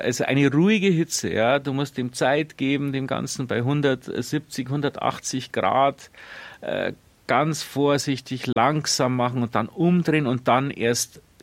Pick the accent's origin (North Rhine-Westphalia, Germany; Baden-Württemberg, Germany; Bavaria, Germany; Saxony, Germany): Bavaria, Germany; Bei uns in Niederbayern heißen es Löffelnudeln.